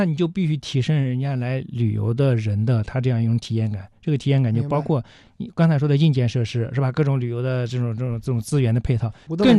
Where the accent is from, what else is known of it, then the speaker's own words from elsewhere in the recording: Fengyang, Anhui, China; moved away; 我的老家安徽凤阳